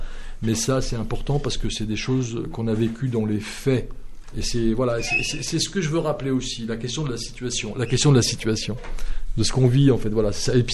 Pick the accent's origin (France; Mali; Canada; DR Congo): France; born there; Moi je ne viens pas d'Algérie, je suis né en France, mais j'ai repris contact avec ma famille là-bas.